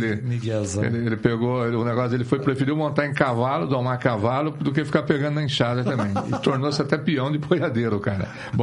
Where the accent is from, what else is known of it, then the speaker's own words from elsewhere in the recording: Ribeirão Claro, Paraná, Brazil; eu nasci na roça, que eu nasci lá na Serrinha, lá em Ribeirão Claro